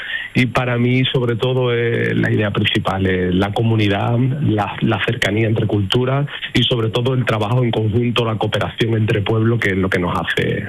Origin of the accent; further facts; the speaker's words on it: Seville, Andalusia, Spain; Bueno, pues siempre llegamos con ilusión, por supuestísimo, de bailar en mi tierra y de bailarle a mi gente y a mi pueblo y con nervios también.